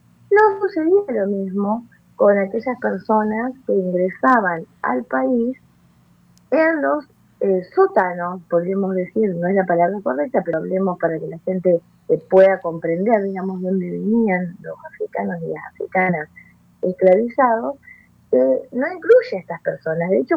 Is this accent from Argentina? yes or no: yes; Argentina; en Argentina habemos afrodescendientes y no todos ni todas tenemos la tez morena ni respondemos al estereotipo o al fenotipo, en realidad, que se espera del afrodescendiente.